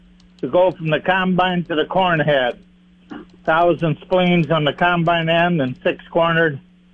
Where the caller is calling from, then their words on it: Parkston, South Dakota, United States; from Parkston.